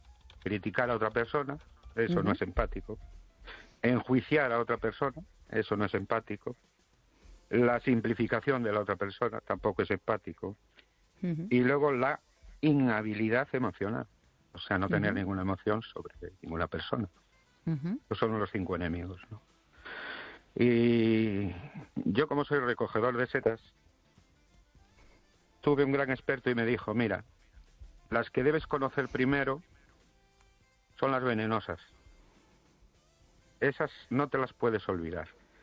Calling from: Valencia, Valencian Community, Spain; de Valencia.

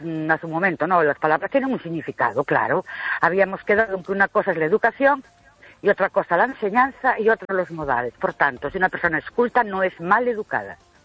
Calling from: Ourense, Galicia, Spain; Buenas noches … de Ourense.

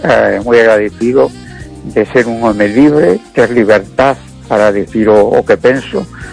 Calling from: A Coruña, Galicia, Spain; de Coruña.

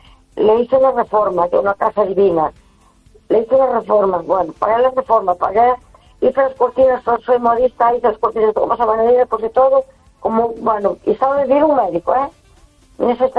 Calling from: A Coruña, Galicia, Spain; de Coruña.

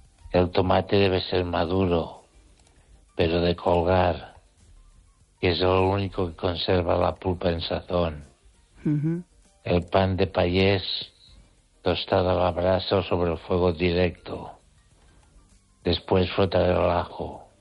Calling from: Catalonia, Spain; desde Cataluña.

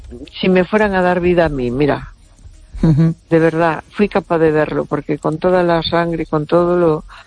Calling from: A Coruña, Galicia, Spain; de Coruña, tengo la voz un poco tomada

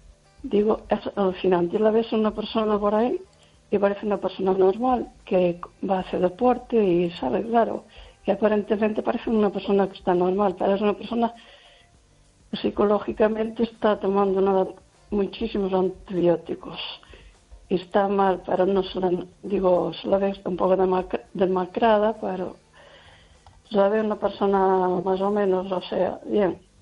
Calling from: Lugo, Galicia, Spain; Buenas noches

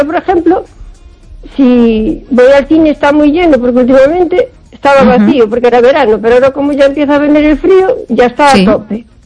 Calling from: O Carballiño, Galicia, Spain; de Carballiño.

